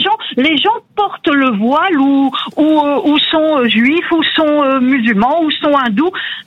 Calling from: Pithiviers, Centre-Val de Loire, France; je vous appelle du 45 à Pithiviers.

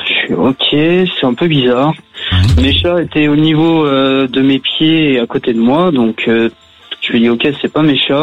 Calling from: Montbert, Pays de la Loire, France; je viens de Montbert. C'est une petite ville qui est au sud de Nantes, à 30 minutes de Nantes.

